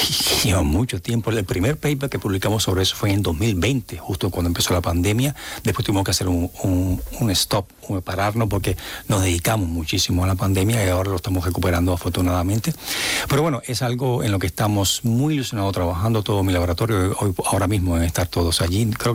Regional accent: Cuba; accent: Cuban; moved away; yo soy cubano, como te puedes dar cuenta de por mi acento, aunque llevo 32 años en este país, y este es mi país, de hecho

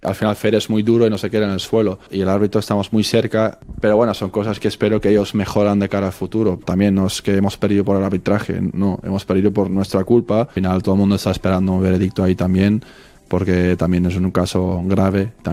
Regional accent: Belgium; now in Madrid, Spain; es mi país

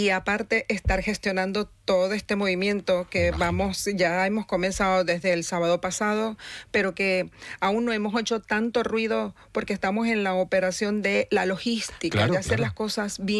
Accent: Venezuela; now in Gipuzkoa, Spain; ahí no somos solo venezolanos

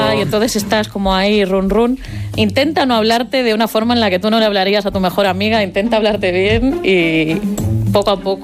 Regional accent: Vigo, Galicia, Spain; yo soy de Vigo, cuando vuelvo a Vigo, sí noto

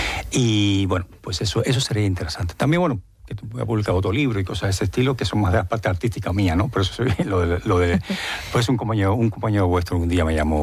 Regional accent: Cuba; Pero como buen cubano me encanta el ballet.

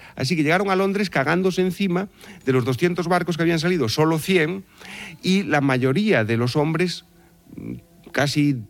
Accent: Galicia, Spain; yo quiero llegar a Inglaterra y decir, oye, que yo soy gallego, cuidado, no me calientes

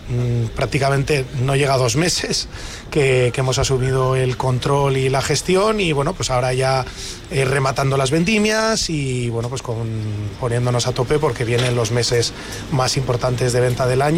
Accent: Logroño, La Rioja, Spain; nosotros somos riojanos, yo me he criado en Logroño, aunque mi familia viene de Badarán

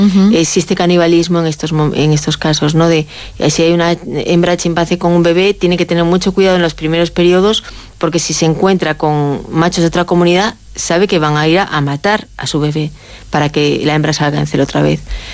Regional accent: Galicia, Spain; moved away; Yo lo describo muchas veces como yo soy gallega, ¿no? Los gallegos estamos en Galicia, bueno, yo no estoy en Galicia

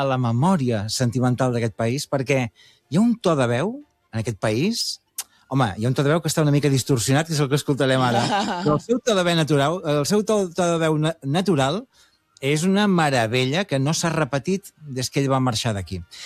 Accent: Barcelona, Catalonia, Spain

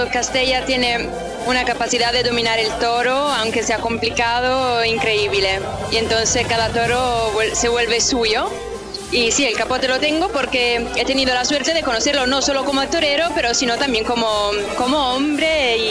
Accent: Modena, Emilia-Romagna, Italy; Spanish is a second language; moved away as an adult; now in Rome, Italy; Yo soy de Módena, pero ahora vivo en Roma por el periodismo

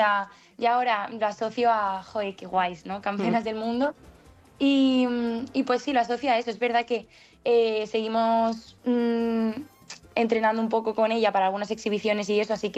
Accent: Spain

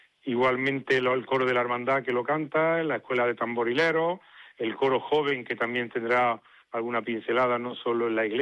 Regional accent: Granada, Andalusia, Spain; Entendemos que también nos corresponde como ciudadanos granadinos empujar también en ese sentido.

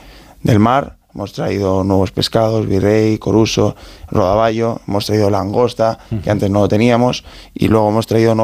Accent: Galicia, Spain; now in Madrid, Spain; esa naturaleza, vamos, propia de Galicia y propia de mi pueblo del interior, que es Pudenza. Y eso es lo que queremos transmitir, lo que queremos traer aquí a Madrid, ese rinconcito de Galicia.

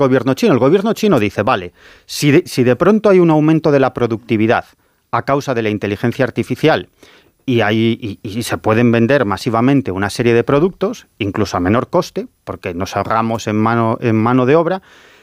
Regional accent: Galicia, Spain; Mientras tanto, en Occidente estamos, como decimos en mi tierra, a velas vir, en gallego.

